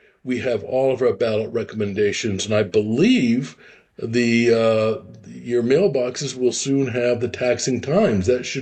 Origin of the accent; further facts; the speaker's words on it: California, United States; I'm from California